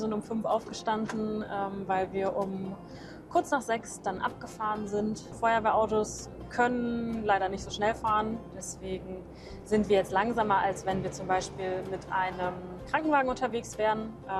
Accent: Germany; Ich bin nicht persönlich involviert gewesen. Ich habe auch keine Familie da. Ich komme aus Deutschland.

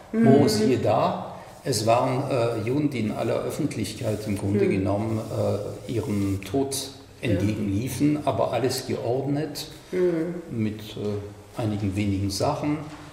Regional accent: France; Ich komme aus Frankreich und in Frankreich gab es eine sogenannte Möbelaktion.

